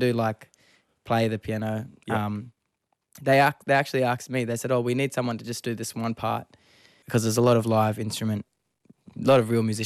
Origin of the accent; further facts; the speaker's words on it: Leinster, Ireland; When we were little kids, just growing up in Fingal.